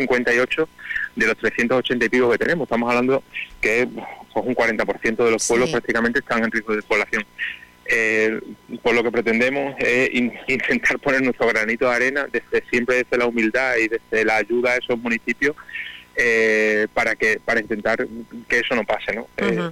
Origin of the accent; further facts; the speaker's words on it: Ribera del Fresno, Extremadura, Spain; nosotros somos de Ribera del Fresno